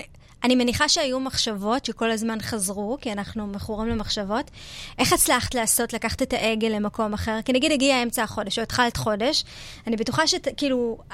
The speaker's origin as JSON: {"language": "Hebrew", "town": "Ashkelon", "region": "Southern District", "country": "Israel", "tie": "born or raised there", "moved": "yes", "said": "אני נוסעת לאשקלון להשכרה של אבא שלי, ואני מבקשת מגל, אני אומרת לו, בוא נעבור בשכונה שגדלתי"}